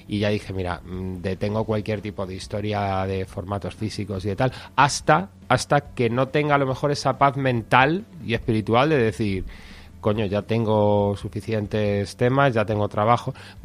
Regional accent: Madrid, Community of Madrid, Spain

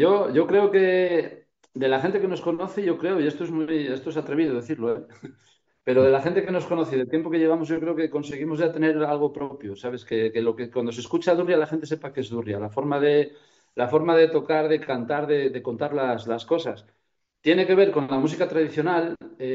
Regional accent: Castile and León, Spain; Entonces, tiene todo un poco que ver con la Ciana y con la zona de donde yo vengo.

